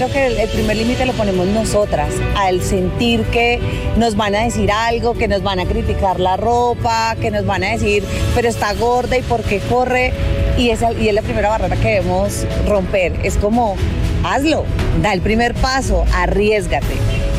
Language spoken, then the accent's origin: Spanish; Santander, Colombia; now in Bogotá, Colombia; Soy santandereana y vivo sola con mi hijo en Bogotá.